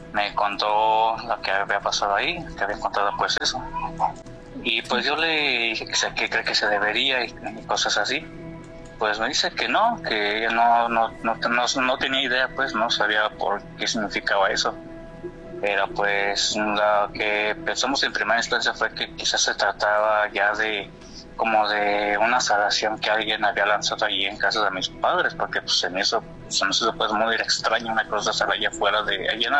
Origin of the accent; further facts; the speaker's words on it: La Barca, Jalisco, Mexico; porque de recuerdo soy de allá de La Barca, Jalisco, es un pueblo que está aquí como a hora y media de aquí de Guadalajara.